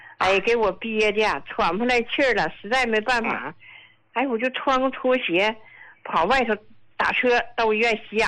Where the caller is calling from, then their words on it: Yingkou, Liaoning, China; 我是来自辽宁，就是营口的患者。